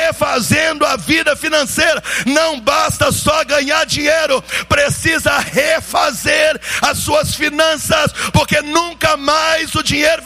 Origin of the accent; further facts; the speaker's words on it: Minas Gerais, Brazil; Eu sou de Minas Gerais, me respeita. Respeita nossos pão de queijo, nossas vacas.